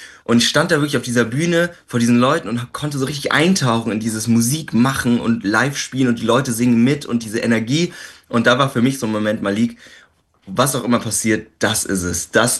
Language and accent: German; Landsberg, Germany; now in Berlin, Germany; Ich komme ja eigentlich aus Landsberg, aus einem Dörfchen oder so ein Städtchen